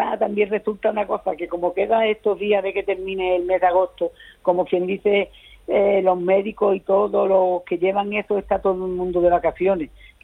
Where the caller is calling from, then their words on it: Medina Sidonia, Andalusia, Spain; Nosotros somos de Medina Sidonia.